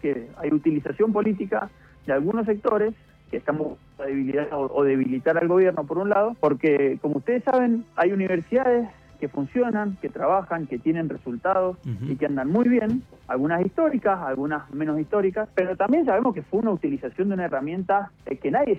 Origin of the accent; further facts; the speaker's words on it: Mendoza, Argentina; a mí como ciudadano, como mendocino y como ministro en una provincia